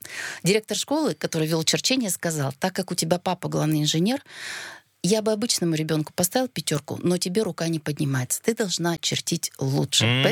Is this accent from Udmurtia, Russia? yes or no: yes; Mozhga, Udmurtia, Russia; moved away as an adult; also born or lived in Izhevsk; now in Yekaterinburg, Russia; Родилась я, конечно, в ее столице, в Ижевске, но очень быстро родители с новорожденным ребенком вернулись к родителям, чтобы была какая-то помощь. Поэтому я из маленького города, 40 тысяч населения, из Можги, и приехала в Екатеринбург в 88-м году учиться.